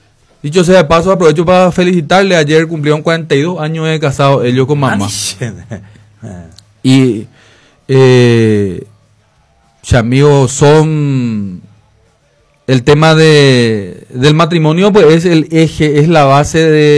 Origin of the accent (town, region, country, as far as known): Paraguay